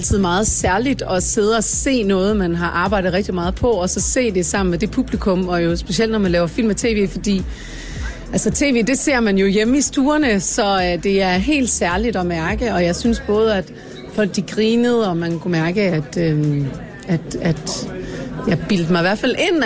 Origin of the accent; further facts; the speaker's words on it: Skanderborg, Central Denmark Region, Denmark; moved away; mine forældre og min søster, de bor i Skanderborg. Det er også der, hvor jeg er opvokset.